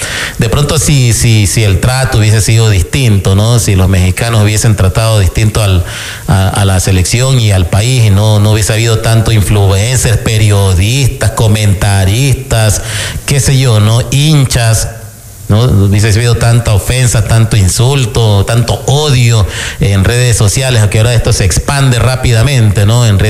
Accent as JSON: {"language": "Spanish", "country": "Ecuador", "said": "así somos los ecuatorianos"}